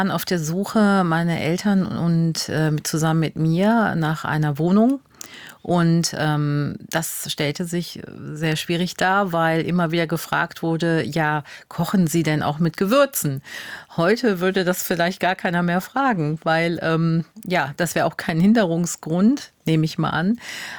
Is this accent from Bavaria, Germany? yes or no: no; Unkel, Rhineland-Palatinate, Germany; Das ist bei uns in Unkel Scheuren, wo ich aufgewachsen bin, der Döppekuchen gewesen.